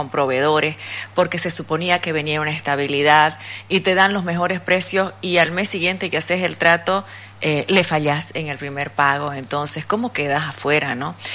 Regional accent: Bolivia; Como soy yo parte de Bolivia, como sos vos

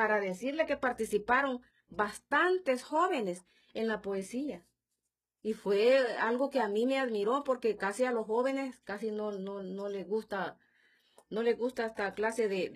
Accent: El Salvador

